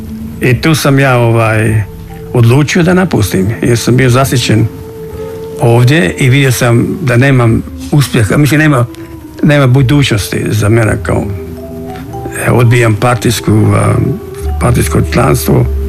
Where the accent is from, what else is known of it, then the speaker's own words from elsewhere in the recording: Čavoglave, Šibenik-Knin County, Croatia; now in Split, Croatia; Kad sam došao iz Čavoglava, kao pravi Vlaj, onaj mali seljak, bio sam ko spužva.